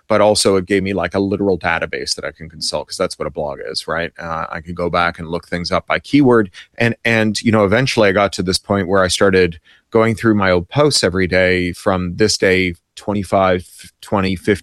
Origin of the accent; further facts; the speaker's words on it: Toronto, Ontario, Canada; I'm Canadian. And I grew up in Toronto.